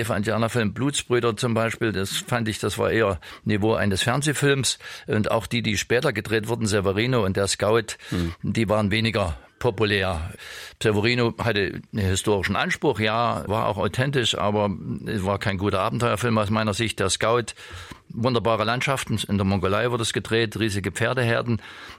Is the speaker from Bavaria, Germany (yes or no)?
no; Bischofswerda, Saxony, Germany; Ich habe ihm gesagt, ich komme aus Bischofswerda.